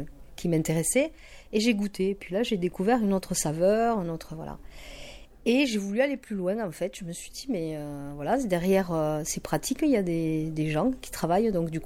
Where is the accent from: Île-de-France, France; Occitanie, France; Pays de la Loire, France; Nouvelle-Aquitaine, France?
Occitanie, France; Moi, je viens du Tarn, un pays quand même où on mange très très bien, où je ne retrouvais pas ça ici, en Haute-Garonne.